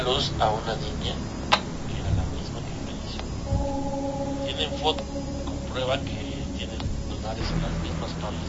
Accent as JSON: {"language": "Spanish", "region": "Veracruz", "country": "Mexico", "said": "Soy del puerto de Veracruz y en la comunidad donde vivo tengo un vecino que es albañil."}